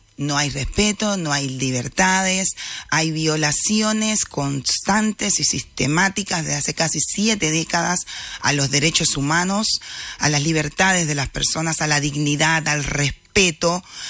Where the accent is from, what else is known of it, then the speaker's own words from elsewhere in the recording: Moa, Holguín, Cuba; now in Uruguay; Pero mi ciudad natal era Moa. Moa es un, digamos, un municipio